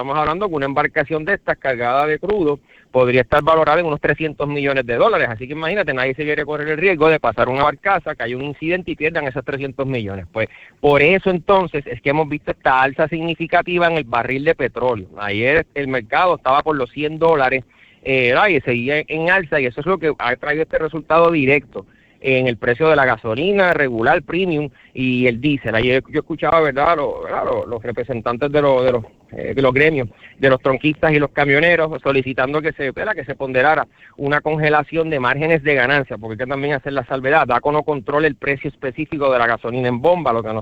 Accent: Cataño, Puerto Rico; yo soy de Cataño, vivo allí, allí me casé, allí estoy criando a mis hijos.

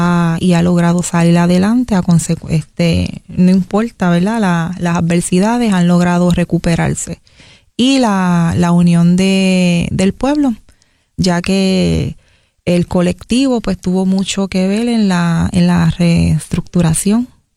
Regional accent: Humacao, Puerto Rico; born there; mi pueblo, Humacao

